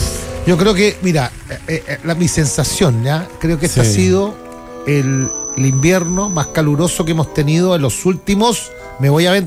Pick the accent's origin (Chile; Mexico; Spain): Chile; Somos buenos los chilenos nosotros para cambiar cosas